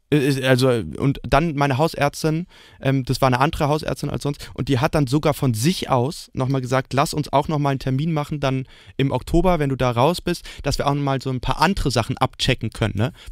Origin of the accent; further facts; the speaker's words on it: Berlin, Germany; als Berliner